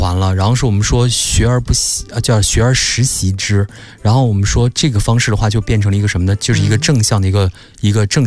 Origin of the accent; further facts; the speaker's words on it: China; 我们中国人的话，很多文字都是还有词汇，都是跟这个竹简密切相关的